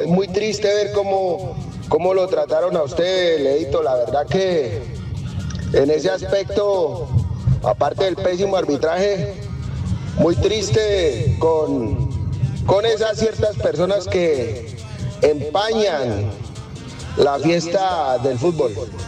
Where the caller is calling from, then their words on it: Arauca, Colombia; vengo desde el departamento de Arauca.